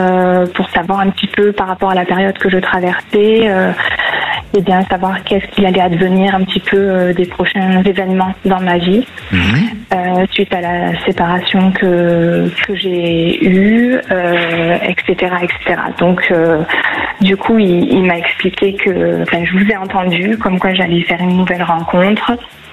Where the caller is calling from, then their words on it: Uzès, Occitanie, France; Alors, j'appelle Duzès, dans le Gard.